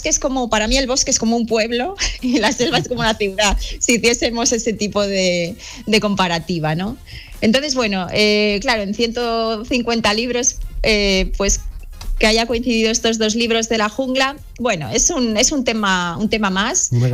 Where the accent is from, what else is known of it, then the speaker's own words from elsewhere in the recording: Pyrenees, Spain; Yo soy del Pirineo y el bosque me acompaña en muchísimos libros como En tren de invierno.